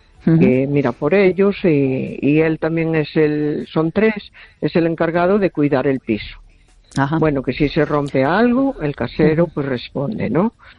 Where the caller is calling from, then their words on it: A Coruña, Galicia, Spain; de La Coruña.